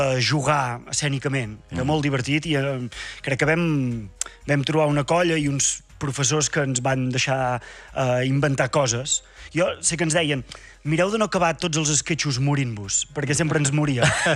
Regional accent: Vic, Catalonia, Spain; Soc fill de Vic, vull dir que tampoc venia de l'altra banda de les muntanyes.

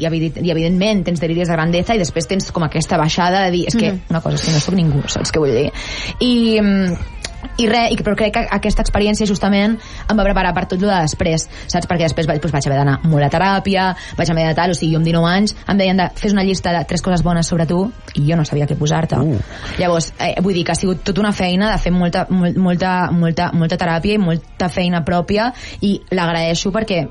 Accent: Barcelona, Catalonia, Spain; que jo vinc del Raval

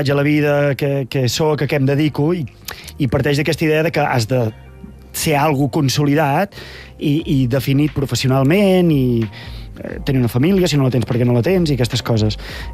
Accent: Vic, Catalonia, Spain; Jo soc, pels de fora de Vic, soc de Vic, però per la gent de Vic soc de la Serra de Sant Ferm.

